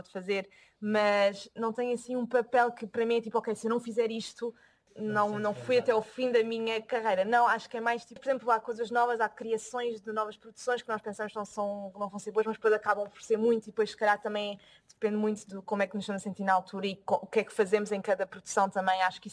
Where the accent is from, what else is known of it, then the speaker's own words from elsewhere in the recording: Lisbon, Portugal; moved away as an adult; Eu também sou de Lisboa e também fiz a minha formação em Lisboa até sair de Portugal, portanto... bastante centrada lá em Lisboa.